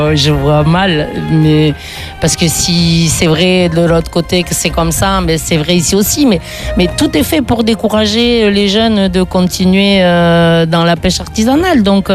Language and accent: French; Saint-Jean-de-Luz, Nouvelle-Aquitaine, France; born there; Je suis né ici à Saint-Jean.